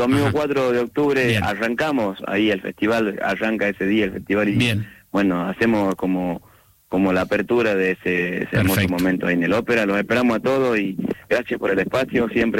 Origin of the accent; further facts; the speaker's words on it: Córdoba, Argentina; que es para nosotros el himno de nuestro de los norteños.